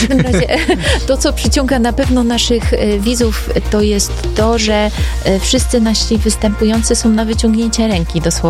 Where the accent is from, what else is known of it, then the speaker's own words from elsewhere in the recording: Wrocław, Lower Silesian Voivodeship, Poland; ja jestem z Wrocławia